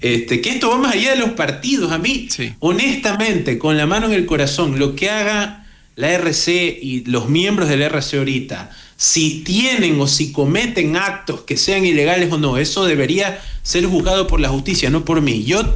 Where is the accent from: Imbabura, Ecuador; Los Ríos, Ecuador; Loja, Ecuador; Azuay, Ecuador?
Los Ríos, Ecuador; Babahoyo; now in Guayaquil, Ecuador; yo viajaba de Babahoyo acá a Guayaquil, porque yo soy de Babahoyo originalmente.